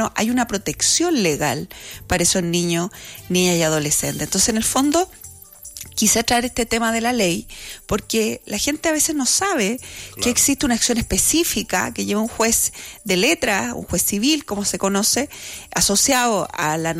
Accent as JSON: {"language": "Spanish", "country": "Chile"}